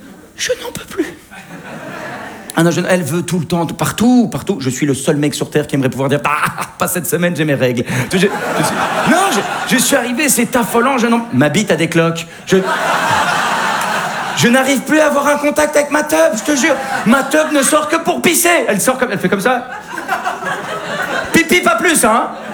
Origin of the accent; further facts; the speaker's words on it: Belgium; Oh, ça va, je sais de quoi je parle, je viens de Belgique.